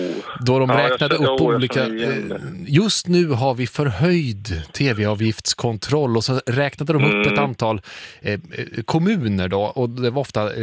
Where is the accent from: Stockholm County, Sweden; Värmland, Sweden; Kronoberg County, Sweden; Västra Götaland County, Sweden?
Värmland, Sweden; Munkfors; born there; Det var liksom aldrig någon som kom till vår lilla kommun.